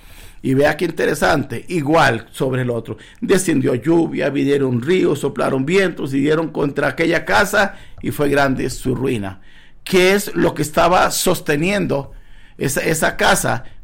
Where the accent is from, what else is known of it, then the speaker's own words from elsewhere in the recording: Guanacaste, Costa Rica; now in Escazú, Costa Rica; Yo tuve una experiencia cuando vine de mi tierra, Guanacaste, hacia Escazú. Entonces, en Escazú, el primer trabajo que tuvimos nosotros fue ir a coger café.